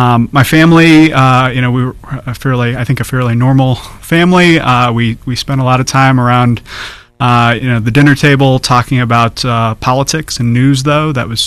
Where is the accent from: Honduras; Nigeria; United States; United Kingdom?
United States; Sarasota, Florida; also born or lived in Stowe, Vermont; now in San Bernardino, United States; I was born in Stowe, Vermont, which is a small ski town in Vermont, but I moved from there to Florida when I was five, so most of my childhood was spent in Florida in a city called Sarasota, a little south of Tampa.